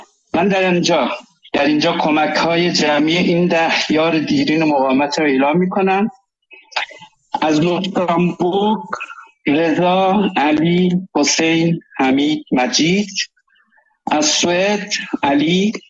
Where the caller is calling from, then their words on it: Germany; و خودم از آلمان.